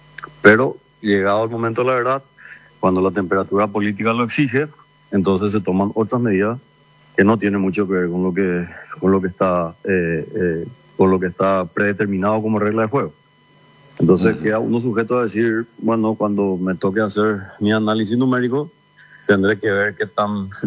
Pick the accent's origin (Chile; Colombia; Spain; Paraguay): Paraguay; todos como paraguayos